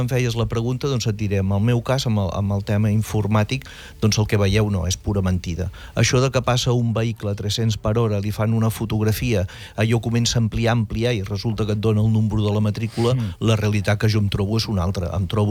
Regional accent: Figueres, Catalonia, Spain; tots dos som de Figueres

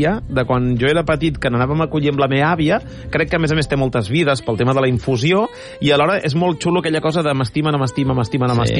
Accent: Catalonia, Spain; que som catalans, abans que cap altra cosa a la vida.

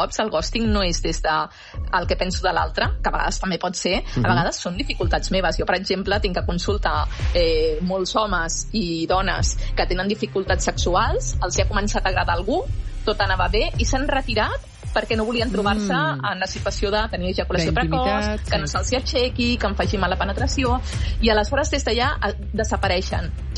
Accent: Catalonia, Spain; que som catalans

